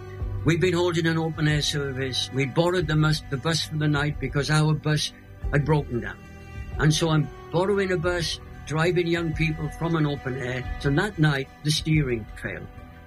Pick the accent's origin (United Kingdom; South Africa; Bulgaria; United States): United Kingdom; Crosskeys, Wales; So I grew up in a mining village in Wales called Crosskeys. So I'm a Welsh Valley hardened Pentecostal by upbringing.